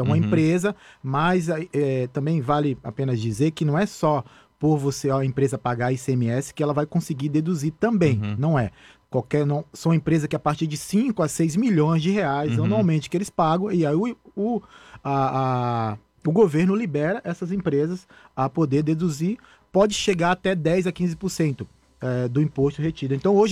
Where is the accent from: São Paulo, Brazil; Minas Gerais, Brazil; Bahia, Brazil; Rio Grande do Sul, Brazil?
Bahia, Brazil; eu sou natural da Bahia